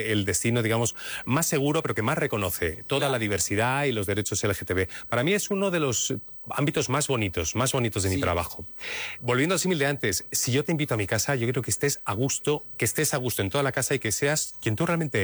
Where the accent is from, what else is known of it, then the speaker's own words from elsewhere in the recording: Madrid, Community of Madrid, Spain; a mí me hace mucha gracia como madrileño